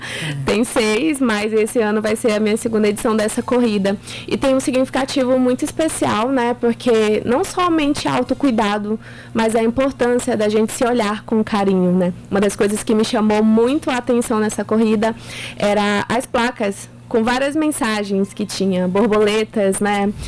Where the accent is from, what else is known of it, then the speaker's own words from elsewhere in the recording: Fortaleza, Ceará, Brazil; moved away; also born or lived in Pará; Eu nasci, na verdade, no Pará, né? Mas eu cresci no Ceará, em Fortaleza, né?